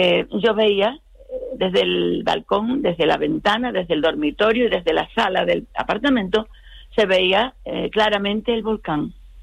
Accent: Todoque, Canary Islands, Spain; en el Todoque, justamente en Todoque. Uh-huh. Y desde el mismo día que flotó el volcán huimos a Tazacorte, al municipio que está por debajo de nosotros

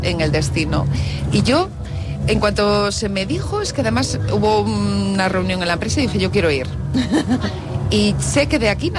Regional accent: Castile and León, Spain; also born or lived in Paris; yo vengo de Castilla y León.

